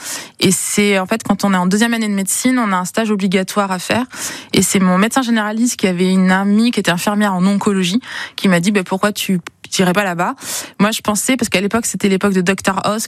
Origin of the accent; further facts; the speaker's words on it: Limoges, Nouvelle-Aquitaine, France; also born or lived in Itabuna, Brazil; Je suis née au Brésil, dans une petite ville qui s'appelle Itabuna. Et donc, j'ai été adoptée à un mois avant d'arriver directement à Limoges.